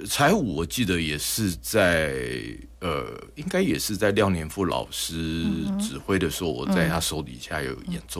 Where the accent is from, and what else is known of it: Taiwan